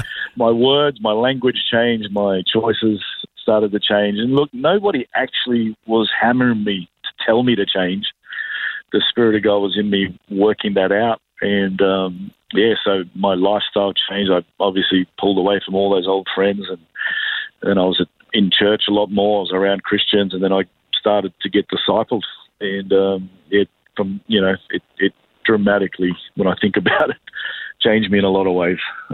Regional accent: Sydney, New South Wales, Australia; also born or lived in New Zealand; I was actually born in New Zealand, but about 4 days later, my mum and dad moved to Sydney. So I'm a Sydney boy.

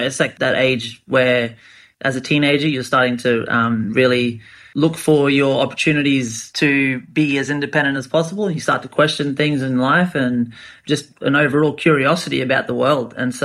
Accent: Rockhampton, Queensland, Australia; also born or lived in Bowen; now in Brisbane, Australia; Queensland boy. I'm originally from a little town on the Whitsundays called Bowen. And born in Bowen, I was raised in Rockhampton.

